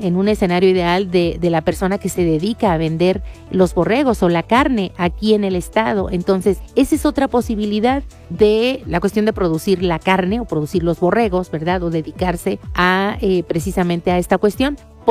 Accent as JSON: {"language": "Spanish", "town": "Zimapán", "region": "Hidalgo", "country": "Mexico"}